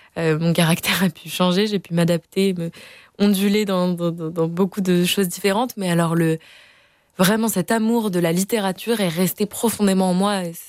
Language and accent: French; Marseille, Provence-Alpes-Côte d'Azur, France; Je suis marseillaise.